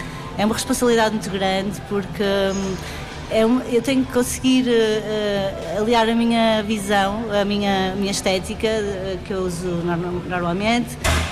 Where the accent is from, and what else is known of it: Porto, Norte, Portugal